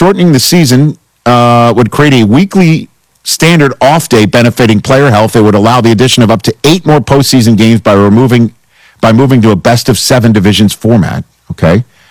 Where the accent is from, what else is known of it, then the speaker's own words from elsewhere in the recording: New York, United States; I'm some guy from New York sweating my ass off on that day